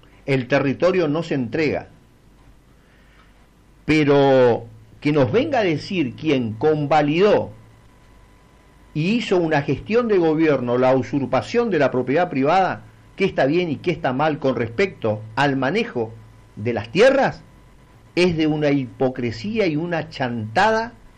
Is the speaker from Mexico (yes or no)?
no; Argentina; mi posición como ciudadano argentino